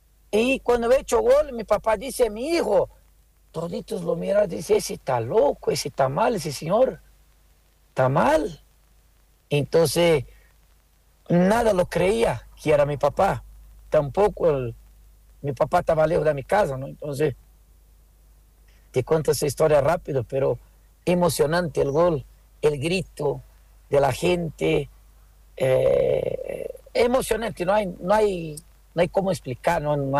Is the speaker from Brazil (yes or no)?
yes; Brazil; now in Bolivia; unos brasileños en Brasil, en nuestra casa. En nuestra casa no, porque ya me considero boliviano